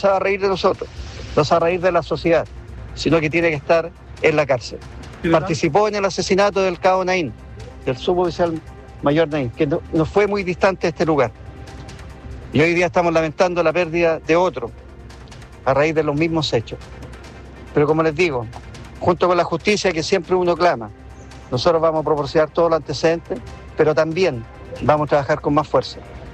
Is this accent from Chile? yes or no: yes; Chile